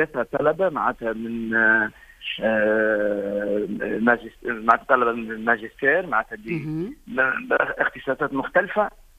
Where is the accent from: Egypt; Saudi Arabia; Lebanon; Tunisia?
Tunisia; عندنا في تونس